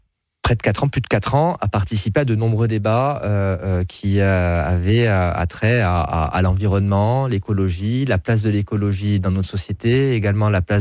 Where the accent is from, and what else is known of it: France